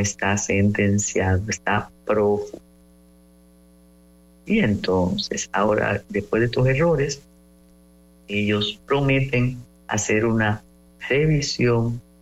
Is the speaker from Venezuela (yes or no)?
no; Cuba; now in Dominican Republic; Los cubanos que vivimos en una sociedad democrática como la dominicana conocemos el valor de expresar nuestras opiniones.